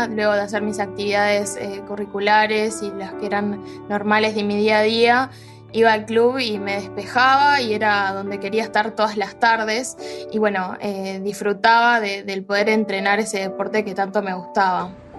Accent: Uruguay; tengo 24 años, soy uruguaya.

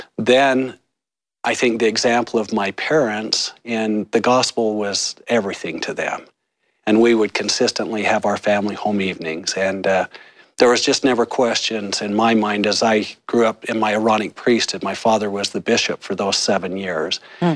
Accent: Idaho Falls, Idaho, United States; I grew up in Idaho Falls, which is an agricultural community, really.

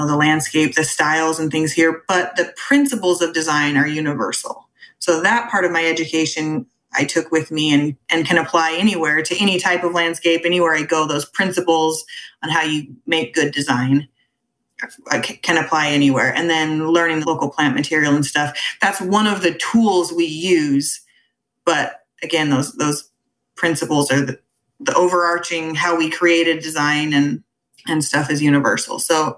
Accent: Western and Midwestern United States, United States; now in Florida, United States; I'm a bit of a nomad. I'm from the Western and Midwestern United States. I've bounced around a lot, but I met and married a Florida boy.

